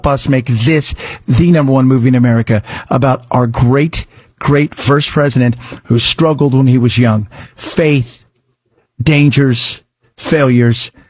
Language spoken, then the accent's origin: English; Long Beach, California, United States; I was born and raised in California. Born and raised in California. I'm 54. I've probably spent almost 40 years of my life in California.